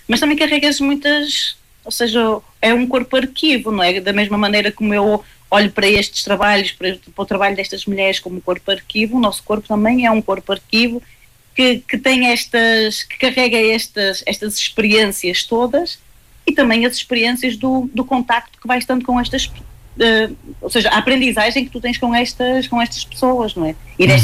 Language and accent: Portuguese; Vila Nova de Famalicão, Norte, Portugal; eu sou de Vila Nova de Famalicão, ou seja, de muito perto de Braga